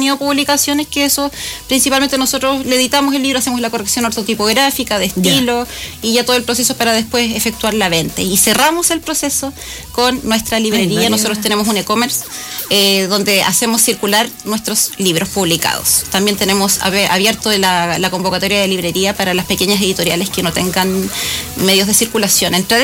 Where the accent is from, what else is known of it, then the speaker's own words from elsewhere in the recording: Santiago, Santiago Metropolitan Region, Chile; O sea, yo soy de Santiago, pero mi identidad está acá en la región.